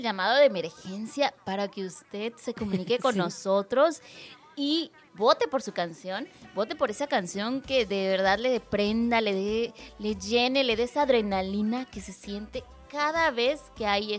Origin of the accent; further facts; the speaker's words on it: Mexico; Si usted se siente así como yo, mexicano